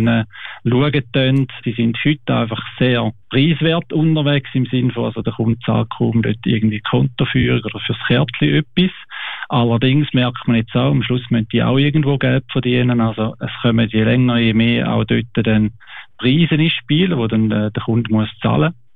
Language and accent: German; Wilchingen, Schaffhausen, Switzerland; Mein Vater ist von Helsinki. Schon lange aber in der Schweiz und meine Mutter ist von Wilchingen. Wir sind in Zwichingen aufgewachsen. Ich habe also mehr die Wurzeln da in der Schweiz